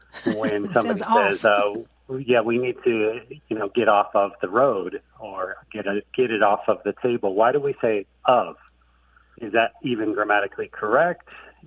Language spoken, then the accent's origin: English; Ohio, United States; I grew up in Ohio.